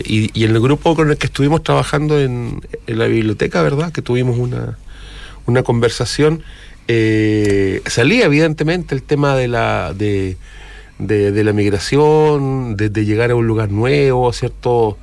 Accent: Antofagasta, Chile; moved away; Yo soy antofagastino, vivía hasta el año 2004 acá.

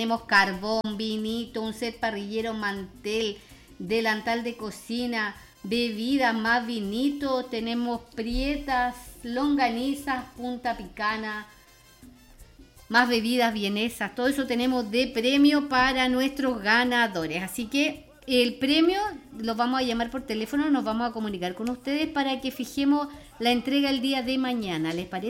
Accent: Chile; así somos los chilenos.

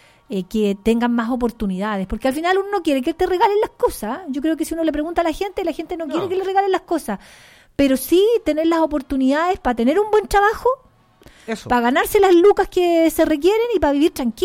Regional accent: Chile

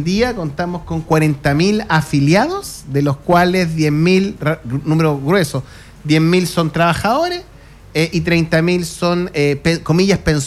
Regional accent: Chile; nosotros, como los chilenos

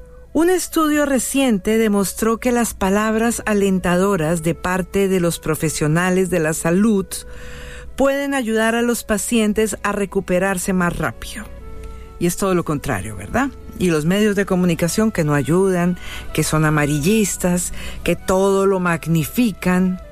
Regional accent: Bogotá, Bogotá Capital District, Colombia; grabado en mi tierrita, en Bogotá, Colombia

